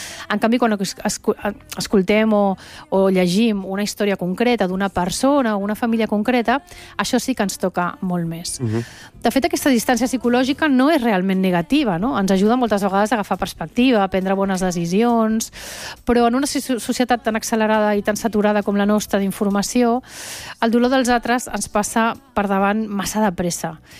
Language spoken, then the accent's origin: Catalan; Venezuela; accent: Venezuelan; now in Barcelona, Spain; Perquè jo quan vaig arribar de Venezuela, vaig venir directe de Venezuela aquí a Barcelona, parlava un català amb accent veneçolà